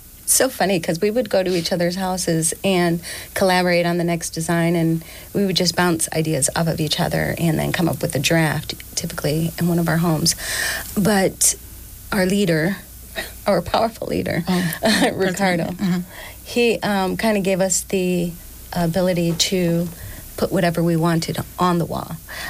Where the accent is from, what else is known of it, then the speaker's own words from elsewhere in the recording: Toledo, Ohio, United States; also born or lived in Chicago; I was born and raised here in Toledo, Ohio. I was on the South End. And I left when I was 18, but then I came back.